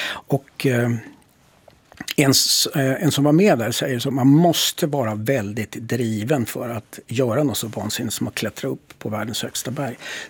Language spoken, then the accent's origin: Swedish; Boden, Norrbotten County, Sweden; moved away; Men då kan jag alltid flytta hem till Norrbotten och till Boden